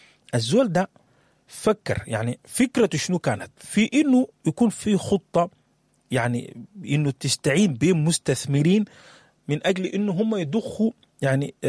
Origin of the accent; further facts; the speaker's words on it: Sudan; لأنه إحنا بنعرف كسودانيين شنو لما يخش الموضوع قبيلتي وقبيلتك وكلام كتير،